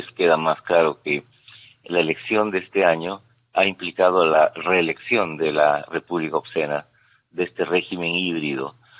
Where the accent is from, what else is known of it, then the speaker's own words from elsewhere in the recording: Huánuco, Peru; cómo nos ubicamos los huanuqueños en el contexto nacional